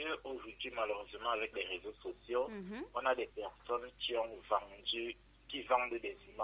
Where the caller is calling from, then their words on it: Cameroon; Je suis un jeune Camerounais